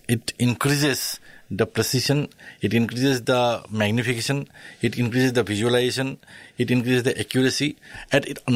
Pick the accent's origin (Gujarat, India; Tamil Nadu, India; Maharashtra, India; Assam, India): Assam, India; English is a second language; Because I was born and I'm basically from Assam. So at that time, there's no surgery in Northeast heart surgery.